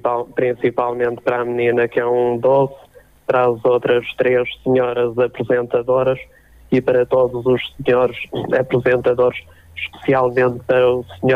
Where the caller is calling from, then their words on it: Portugal; Sou português